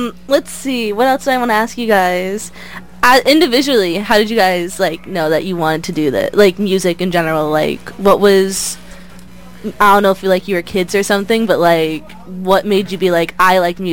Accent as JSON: {"language": "English", "town": "New Milford", "region": "Connecticut", "country": "United States", "said": "because I'm also from New Milford."}